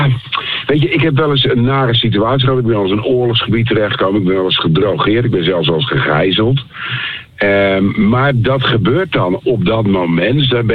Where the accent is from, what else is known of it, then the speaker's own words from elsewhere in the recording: Hoornaar, South Holland, Netherlands; moved away; Ik heb een groot deel van mijn jeugd doorgebracht in Hoornaar.